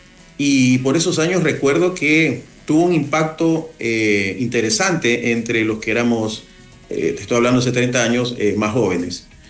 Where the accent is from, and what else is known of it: Ecuador